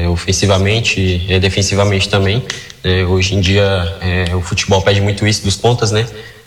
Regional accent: Brasília, Federal District, Brazil; moved away; Eu sou de Brasília também, né? Um pouco seco. Então, eu tô acostumado.

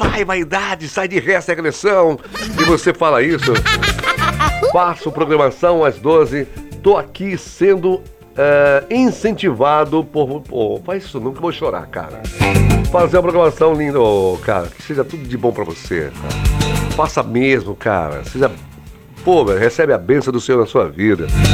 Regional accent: Minas Gerais, Brazil; Júnia, sou de Minas também.

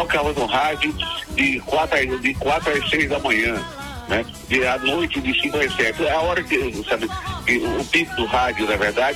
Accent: Brazil; eu sou de Minas Palmares

